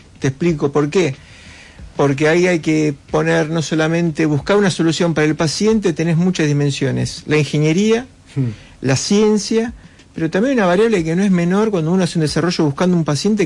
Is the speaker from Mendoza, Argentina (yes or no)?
no; Bernal, Buenos Aires Province, Argentina; now in La Plata, Argentina; si bien soy de Bernal, hace muchos años vivo en La Plata.